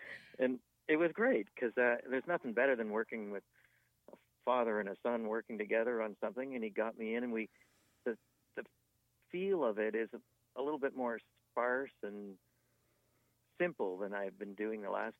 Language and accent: English; Guelph, Ontario, Canada; my hometown of Guelph